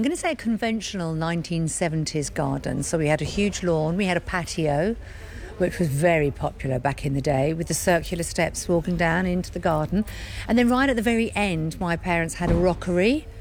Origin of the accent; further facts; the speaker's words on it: Kent, South East England, United Kingdom; I come from Kent